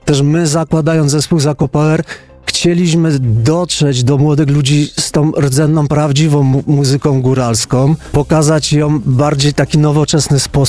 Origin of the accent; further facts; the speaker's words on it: Lesser Poland, Poland; tam u nas na Podhalu